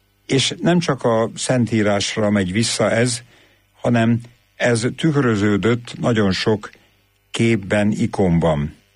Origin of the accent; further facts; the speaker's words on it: Great Hungarian Plain, Hungary; és én Alföldről származom